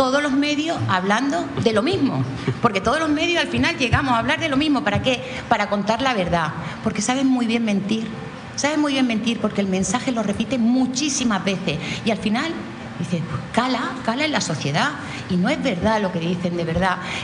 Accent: Melilla, Spain; born there; Yo nací en Melilla, entonces conozco muy bien lo que es Ceuta.

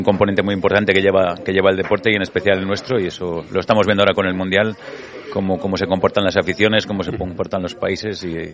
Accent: Valladolid, Castile and León, Spain; yo soy vallisoletano, el Valladolid es el equipo desde que soy niño.

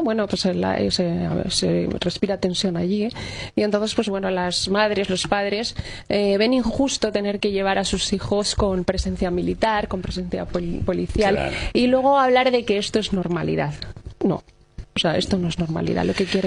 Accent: Valladolid, Castile and León, Spain; moved away as an adult; also born or lived in Ceuta; nosotros somos de Valladolid, somos vallisoletanos los dos

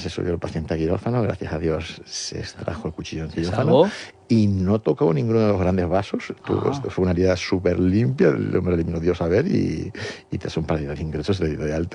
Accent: Canary Islands, Spain; born there; moved away as an adult; also born or lived in Motril / Granada / Madrid; como todo canario que va a estudiar a Madrid, pues muchos de ellos estudian en colegios mayores.

